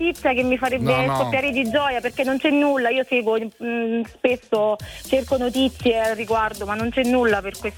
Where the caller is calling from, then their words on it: Campania, Italy; della provincia di Benevento.